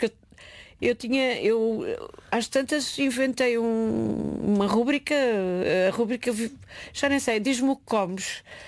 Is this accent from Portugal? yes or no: yes; Caldas da Rainha, Centro, Portugal; Cresci nas Caldas da Rainha, no Museu José Malhor.